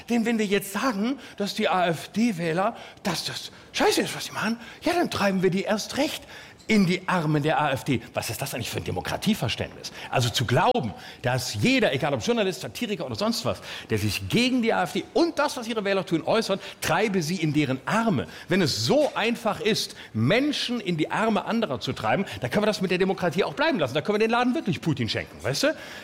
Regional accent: West Germany, Germany; Ich würde mich niemals als Westdeutscher zu Ostdeutschen äußern

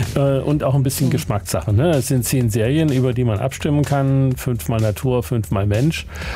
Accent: Germany

